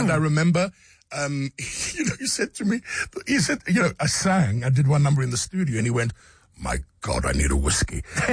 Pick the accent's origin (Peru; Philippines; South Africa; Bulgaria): South Africa; You know, we come from South Africa. The rand doesn't stretch very far.